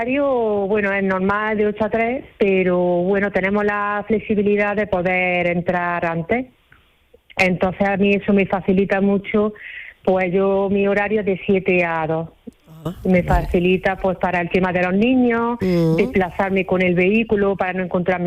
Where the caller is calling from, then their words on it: Armilla, Andalusia, Spain; Sí, vivo aquí en Armilla, pero trabajo en otro pueblo de Granada.